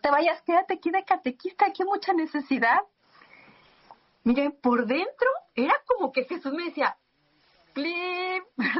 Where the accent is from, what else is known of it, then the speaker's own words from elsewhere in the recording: Guadalajara, Jalisco, Mexico; salí de mi pueblo de Guadalajara, de México, era Guadalajara